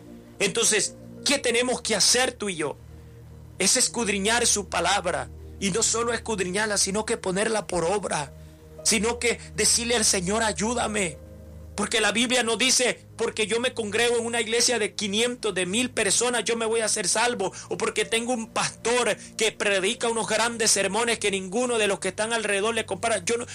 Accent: El Salvador; yo soy originario del Salvador, 100% salvadoreño

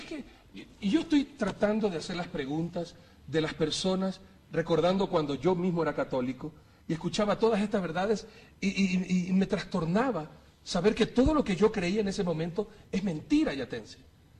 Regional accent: Ecuador; yo como ecuatoriano

